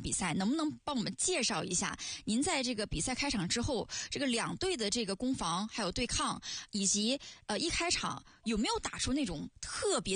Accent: Yanbian, Jilin, China

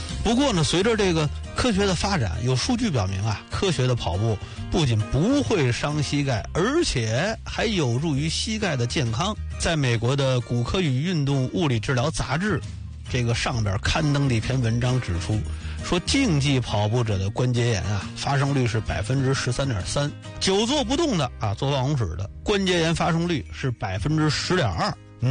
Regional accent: China

